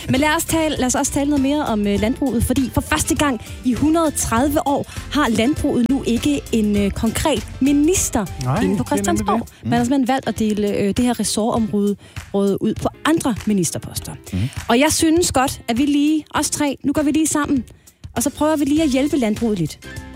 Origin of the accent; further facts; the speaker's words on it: Hoftrup, Jutland, Denmark; Jeg voksede op i Hoftrup.